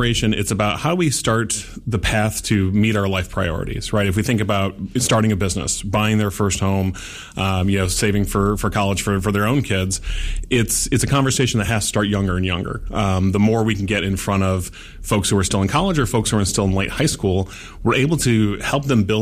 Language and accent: English; Holland, Michigan, United States; moved away as an adult; Yeah, so I grew up here in West Michigan. So I'm from Holland originally